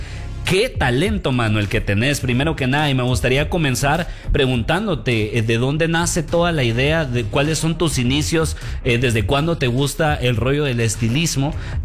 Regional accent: Mixco, Guatemala Department, Guatemala; yo también, yo soy misqueño

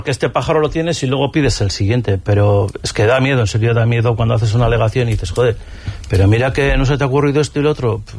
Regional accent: Hondarribia, Basque Country, Spain; nosotros que somos de Amute

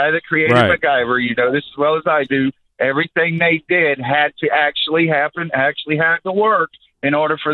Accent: LaBelle, Florida, United States; also born or lived in Clewiston, Florida; I was born in Clewiston, and I grew up in LaBelle. I'm in Hendry County.

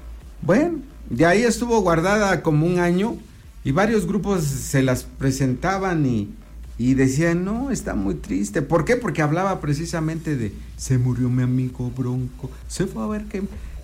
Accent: Oaxaca, Mexico; así somos los oaxaqueños.

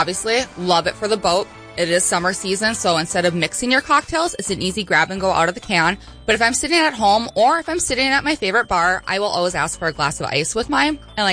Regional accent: Fargo, North Dakota, United States; I am the state manager for Carbliss in North Dakota, South Dakota, and Nebraska, but I am local here from the Fargo-Moorhead area.

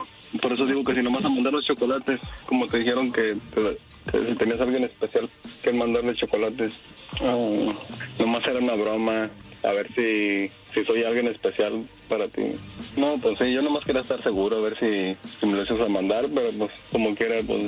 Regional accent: Torreón, Coahuila, Mexico; miré que era de Torreón y pues yo también soy de Torreón, de allá mismo, y pues dije, de aquí soy.

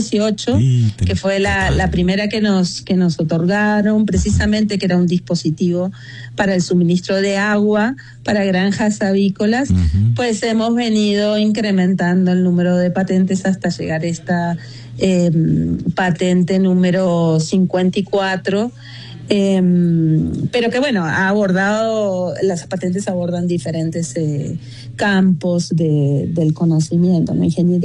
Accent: Argentina; accent: Argentine; now in Colombia; Sí, claro. Soy argentina, pero hace 20 años que trabajo aquí en la Universidad Antonio y Nariño, aquí en Colombia.

